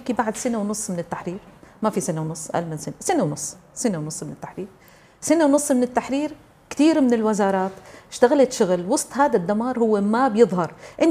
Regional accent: Syria; أنا كإنسان سوري

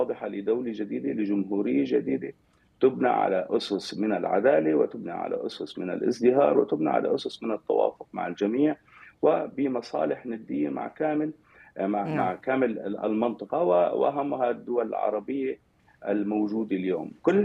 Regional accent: Syria; اليوم نحن كسوريين نريد بناء دولة حقيقية،

